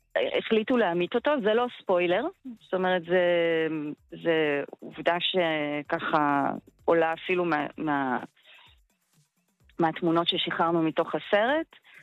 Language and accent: Hebrew; Kinneret, Northern District, Israel; אני גדלתי בכנרת המושבה, זה מקום ככה עם היסטוריה מאוד ענפה